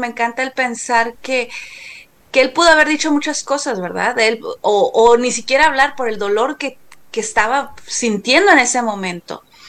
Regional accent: Mexico City, Mexico; born there; como mexicana, pues muchos tenemos el amor a la Virgen de Guadalupe, ¿verdad? Pero personalmente les puedo compartir este testimonio que sí, aunque yo pues nací en la Ciudad de México

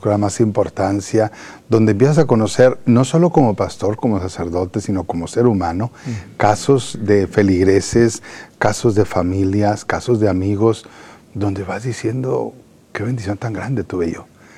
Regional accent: Parral, Chihuahua, Mexico; moved away; nosotros llegamos con una familia migrante, nos trasladamos de Parral

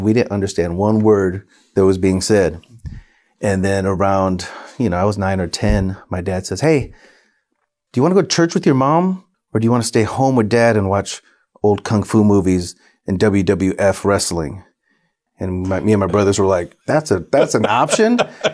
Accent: Tecumseh, Michigan, United States; born there; I was born in Michigan in a really small town called Tecumseh, Michigan, not far from here.

